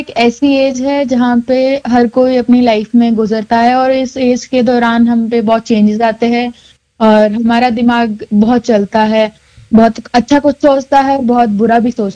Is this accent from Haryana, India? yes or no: yes; Narwana, Haryana, India; Class 10th APSC ओल्गेंड में पढ़ रही हूँ। मैं लोकल यहाँ नरवाना से हूँ।